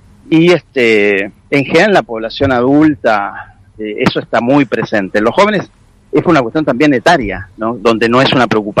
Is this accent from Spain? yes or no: no; Argentina